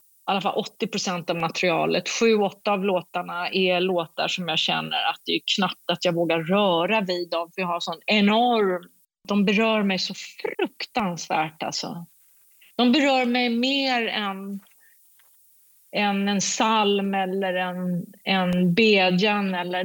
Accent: Sweden; Jag är en svensk kvinna.

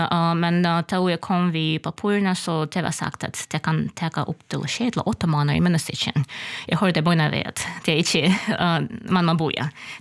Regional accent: Kharkiv, Kharkiv Oblast, Ukraine; Swedish is a second language; moved away as an adult; now in Kyiv, Ukraine; Jag var född i Kharkiv, det är österpast av Ukraina. Jag var uppvuxen här, fick min utbyggning här. Och så 17 år till jag var 25 år flyttade till Kiev och bor här i 20 år.

